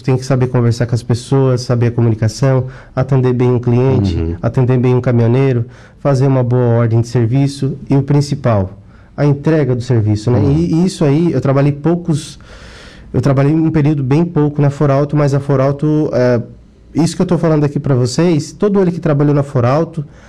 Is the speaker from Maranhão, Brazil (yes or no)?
no; Içara, Santa Catarina, Brazil; Sou natural de Sara.